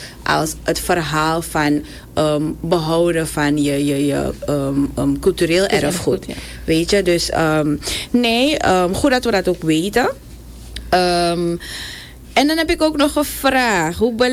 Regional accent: Suriname; En daarom vind ik het ook heel belangrijk dat wij als Surinamers die taal ook hoog houden.

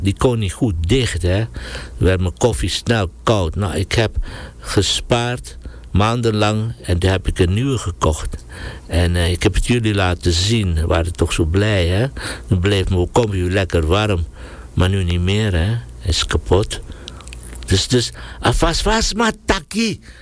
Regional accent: Suriname; Zo, en mij lukt het toch. Ik kwam uit Suriname

